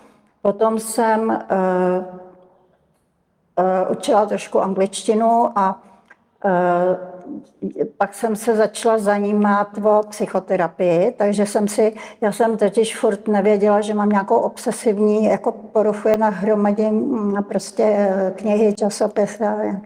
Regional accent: Prague, Czechia; moved away as an adult; now in Tábor, Czech Republic; já jsem původně z Prahy

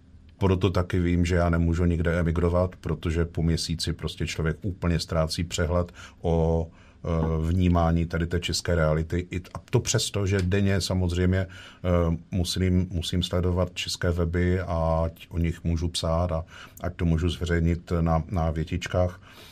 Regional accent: Ostrava, Moravian-Silesian Region, Czechia; Já jsem se narodil na Moravě ve Vítkovicích. Brzy poté jsme začali bydlet za řekou ve Slezsku. Do školy střední jsem chodil do Vítkovic na Moravu, na vysokou školu na Báňskou ve Slezsku.

